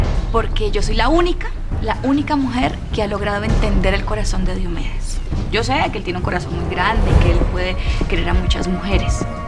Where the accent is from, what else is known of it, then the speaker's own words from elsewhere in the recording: Bogotá, Colombia; No, señora, no creo, porque yo soy de Bogotá.